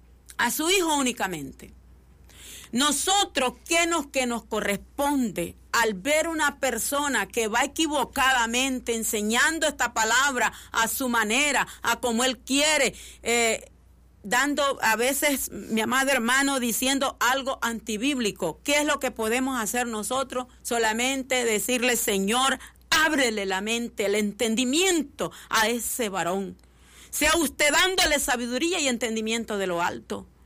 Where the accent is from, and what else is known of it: El Salvador